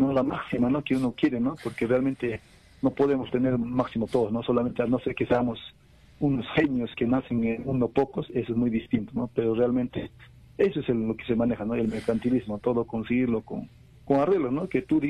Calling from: Juliaca, Puno, Peru; de Juliaca.

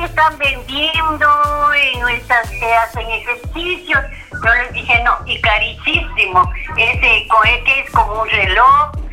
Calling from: Quinindé, Esmeraldas, Ecuador; Soy de acá de Kininde.

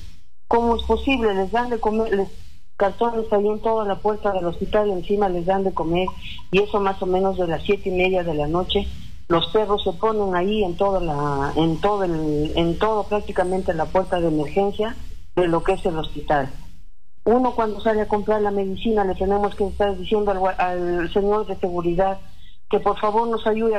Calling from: Cajamarca, Peru

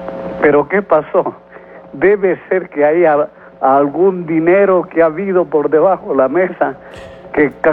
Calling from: Ecuador

